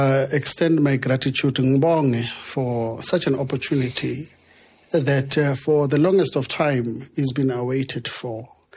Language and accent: English; Diepkloof, Gauteng, South Africa; While growing up in Diepkloof, surrounded by many of the issues, because I was born during the time of apartheid.